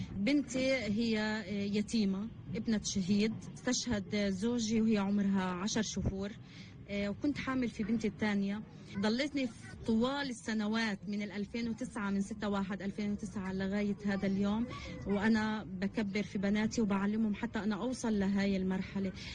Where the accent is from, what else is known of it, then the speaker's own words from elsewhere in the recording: Gaza Strip, Palestine; احنا مجتمعنا الغزي من المجتمعات المحافظة